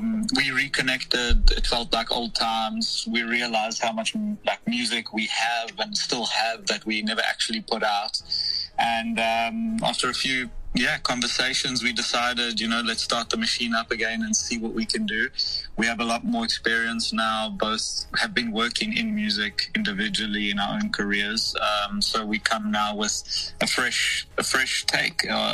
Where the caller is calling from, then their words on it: Amsterdam, North Holland, Netherlands; I'm out of Amsterdam at the moment, yeah.